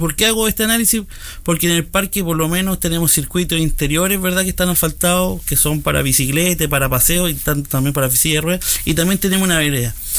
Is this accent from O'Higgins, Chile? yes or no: no; Cauquenes, Maule, Chile; nosotros como los cauqueninos